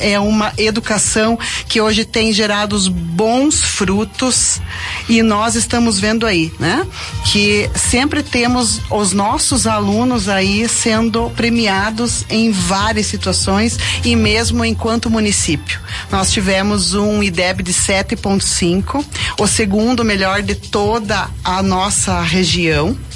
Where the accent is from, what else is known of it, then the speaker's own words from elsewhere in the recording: Mallet, Paraná, Brazil; Nós somos brasileiros, nós somos maletenses, nós temos que honrar as nossas raízes